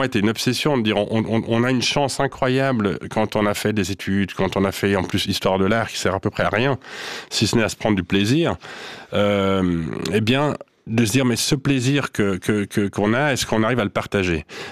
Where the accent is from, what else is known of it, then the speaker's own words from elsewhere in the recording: La Tour-de-Peilz, Vaud, Switzerland; also born or lived in Lausanne; Bon, déjà, on est une fratrie de quatre. Et puis, on a grandi à la Tour de Paix. Je fais mes écoles entre Lausanne et la Tour de Paix